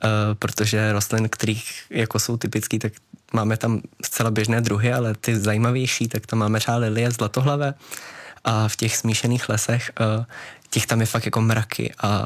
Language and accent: Czech; Královec, Hradec Králové Region, Czechia; born there; jsem se narodil v Královci, tak a nemám vůbec v plánu někam odejít